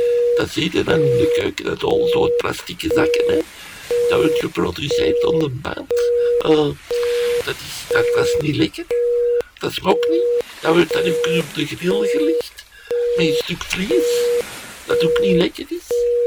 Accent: Belgium; Allee, als Belg moet je maar geen slechte frietjes serveren, hè.

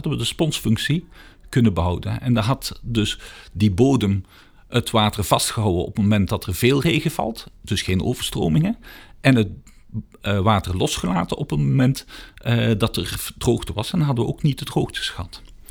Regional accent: Antwerp, Flanders, Belgium; Antwerpen, het grenspark waar ik vandaan kom

